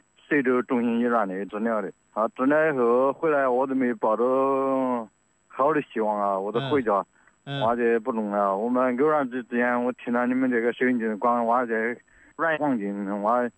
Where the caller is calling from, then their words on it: Suizhou, Hubei, China; 我是那个随州的